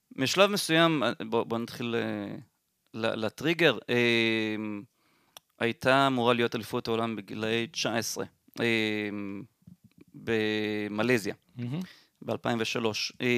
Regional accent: Holon, Tel Aviv District, Israel; born there; also born or lived in Ra'anana; אני בן 40, גדלתי בחולון, אחר כך רעננה, תל אביב.

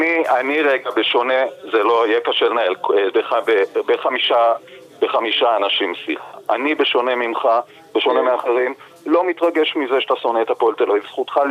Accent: Jerusalem, Jerusalem District, Israel; גדלתי בירושלים

